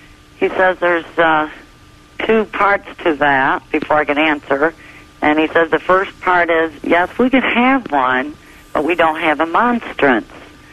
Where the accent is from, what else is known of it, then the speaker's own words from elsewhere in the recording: New York, United States; I'm from New York, Mother.